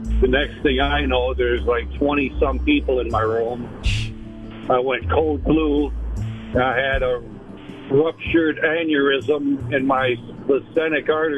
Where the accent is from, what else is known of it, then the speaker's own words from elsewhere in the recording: Minnesota, United States; So I went to the ER in my hometown, Minnesota, and they seen I was bleeding in my abdomen.